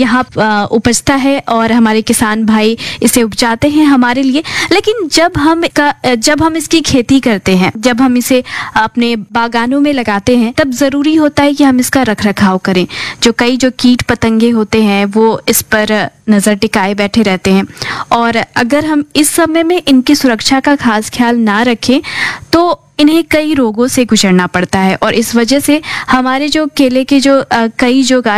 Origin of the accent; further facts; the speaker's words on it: Bihar, India; हम बिहारी हैं